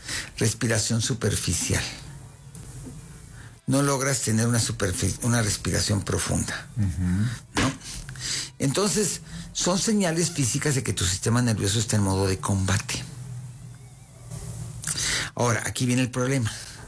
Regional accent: Coacalco, State of Mexico, Mexico; No, ¿qué te pasa? ¿Por qué te metes con Coacalco?

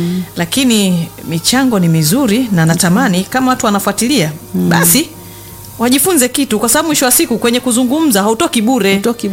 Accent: Tabora, Tanzania; ninatokea Tabora.

